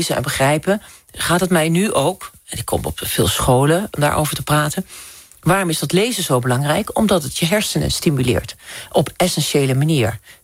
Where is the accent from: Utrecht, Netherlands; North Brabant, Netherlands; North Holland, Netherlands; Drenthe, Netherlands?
Drenthe, Netherlands; ik kom uit Drenthe